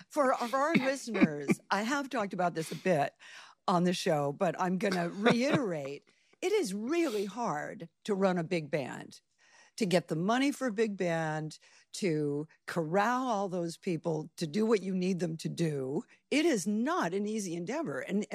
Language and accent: English; Los Angeles, California, United States; now in Sag Harbor, United States; And I grew up in Los Angeles.